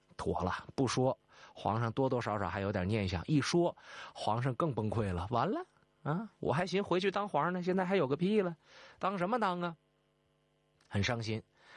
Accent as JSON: {"language": "Chinese", "town": "Changchun", "region": "Jilin", "country": "China", "tie": "born or raised there", "said": "黄龙府今天离我的家乡长春特别近啊，在吉林农安，"}